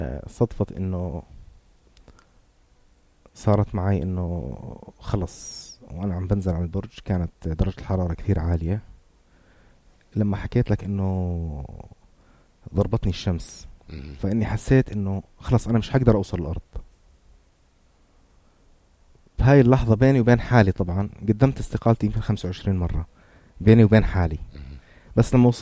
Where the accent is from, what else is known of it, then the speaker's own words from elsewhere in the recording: Jordan; أنا شاب أردني